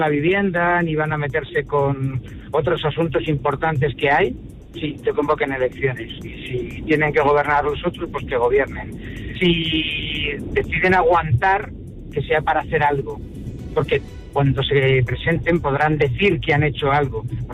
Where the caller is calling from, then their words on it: Madrid, Community of Madrid, Spain; de Madrid.